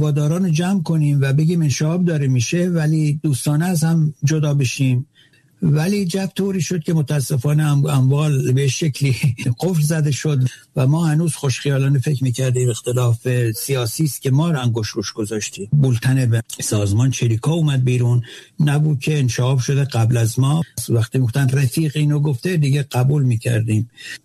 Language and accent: Persian; Zagros Mountains, Iran; born there; also born or lived in Shiraz; زادگاهم دامنه کوهی از رشته کوههای زاگرس، کوه سرخ.